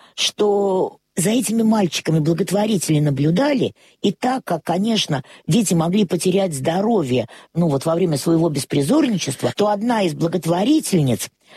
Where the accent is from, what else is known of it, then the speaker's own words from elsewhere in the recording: Saint Petersburg, Russia; born there; а я родилась в доме на Большой Подъяческой 8.